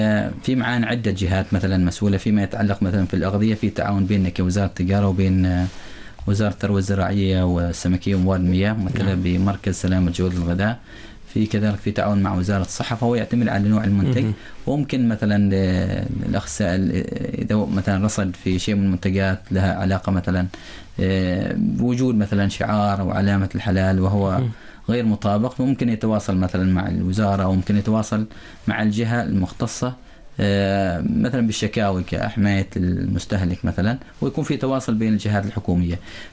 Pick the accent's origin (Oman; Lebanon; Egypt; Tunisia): Oman; معانا في سلطنة عمان